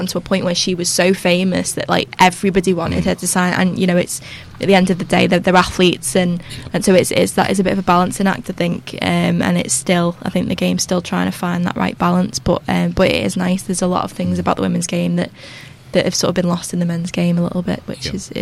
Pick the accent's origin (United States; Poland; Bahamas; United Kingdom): United Kingdom; Widnes, North West England; So I'm from Widnes.